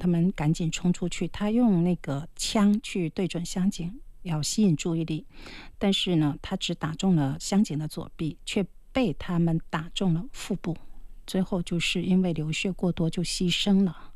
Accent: Jinjiang, Fujian, China; 因为我们靠海嘛，所以其实我们自己也是都在海边长大，每天都得去海边沙滩走一走。

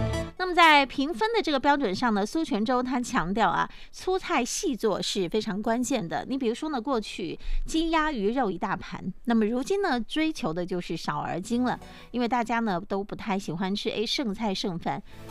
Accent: Quanzhou, Fujian, China

